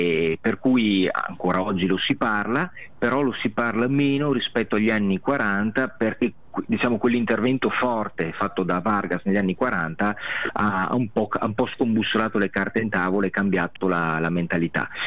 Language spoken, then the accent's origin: Italian; Veneto, Italy; accent: Venetian dialect; io parlo però in dialetto veneto